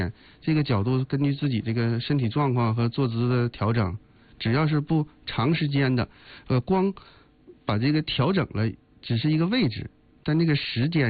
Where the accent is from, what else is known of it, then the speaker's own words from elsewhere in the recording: Northeast China, China; 咱们作为东北人来说吧